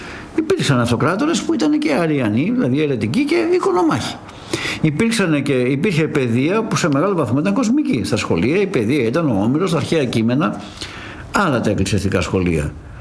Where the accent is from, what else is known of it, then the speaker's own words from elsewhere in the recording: Thessaloniki, Central Macedonia, Greece; περιγράφει τα Δημήτρια, δηλαδή τις γιορτές που γίνονται στην πατρίδα μου τη Θεσσαλονίκη για τον Άγιο Δημήτριο